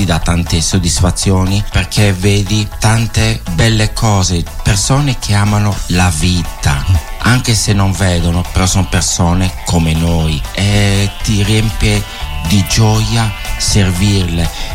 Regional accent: Sardinia, Italy; also born or lived in France; da piccolino, da quando avevo 5 anni e mezzo abito in Sardegna.

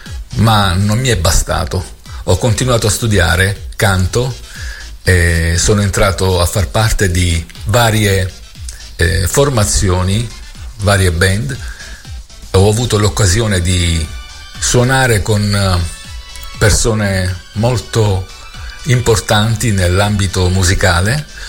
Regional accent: Brindisi, Apulia, Italy; sono di Brindisi, sono musicista.

